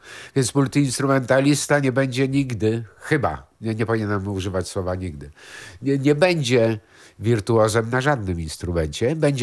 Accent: Police, West Pomeranian Voivodeship, Poland; also born or lived in Zgorzelec; będąc w domu dziecka w Policach, to jest koło Szczecina.

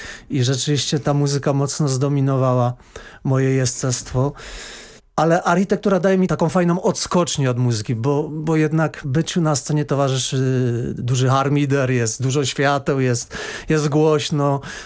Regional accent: Lesser Poland, Poland; accent: góral (highlander); ja jestem góralem, że tam wyrosłem, że tam się wychowałem, że jestem przesiąknięty i gwarą, i tradycją, i góralską muzyką

